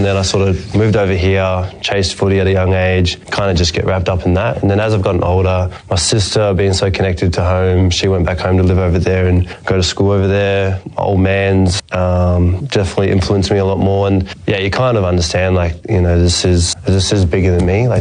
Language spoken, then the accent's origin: English; New Zealand; Growing up in New Zealand, like, you always want to wear the All Blacks jersey, especially if you play union, which I did over there.